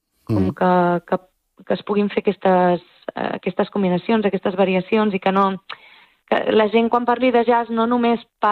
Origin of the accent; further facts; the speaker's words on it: Menorca, Balearic Islands, Spain; moved away; Jo sóc de Menorca